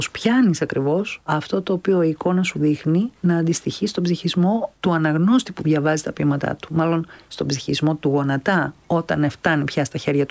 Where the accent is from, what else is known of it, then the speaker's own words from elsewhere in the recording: Greece; και είμαστε Έλληνες καλλιτέχνες επίσης